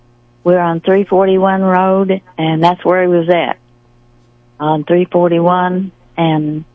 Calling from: Orangeburg, Missouri, United States; Yes, I'm calling from Orangeburg.

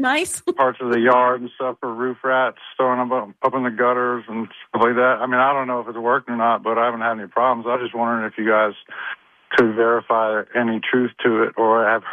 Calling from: Norfolk, Virginia, United States; I would welcome you guys to come visit my house actually here in Norfolk. I've been told that this is the second oldest house in the Norview area.

